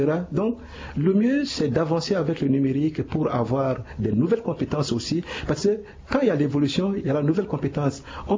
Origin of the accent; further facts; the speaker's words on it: Central African Republic; Et aujourd'hui, chez nous, en République centrafricaine, nous sommes à le stade de 2.0